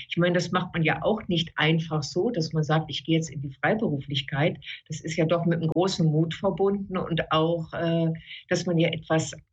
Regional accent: North Rhine-Westphalia, Germany; Ich komme ja aus dem Ruhrgebiet

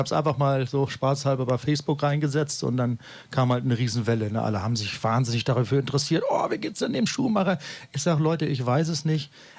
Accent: Wismar, Mecklenburg-Vorpommern, Germany; moved away as an adult; now in Lübeck, Germany; ich komme ursprünglich aus Wismar an der Ostsee und das ist ja auch so eine Hansestadt. Und ich kam hierher

